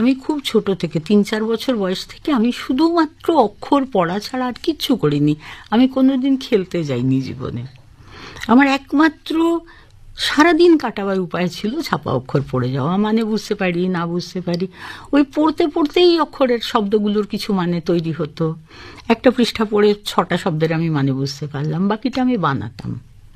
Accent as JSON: {"language": "Bangla", "town": "Varanasi", "region": "Uttar Pradesh", "country": "India", "tie": "born or raised there", "said": "কেননা আমাদের বাড়ি তো বেনারসে, মানে আমরা 5 প্রজন্ম ধরে বেনারসে থেকেছি"}